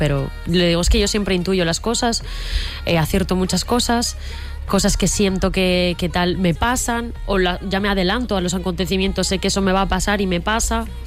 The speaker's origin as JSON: {"language": "Spanish", "town": "Zaragoza", "region": "Aragon", "country": "Spain", "tie": "born there", "said": "tengo sangre andaluza porque mi abuela materna es de Andalucía y pues luego yo nací en Zaragoza."}